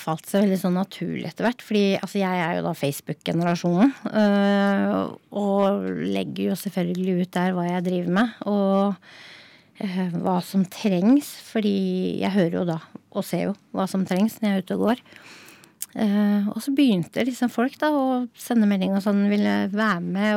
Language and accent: Norwegian; Nittedal, Akershus, Norway; jeg er fra Nittedal